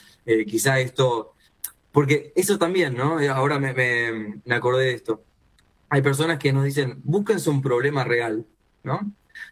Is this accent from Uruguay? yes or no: yes; Montevideo, Uruguay; Somos todos montevideanos acá en su mayoría